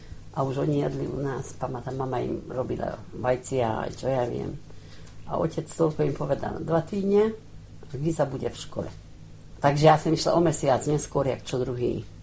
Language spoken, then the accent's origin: Slovak; Tótkomlós, Békés, Hungary; chodili po Bekieskej Čabe, v Totku Mlouši, odkiaľ sme boli. Však najmä z Dolnej zemi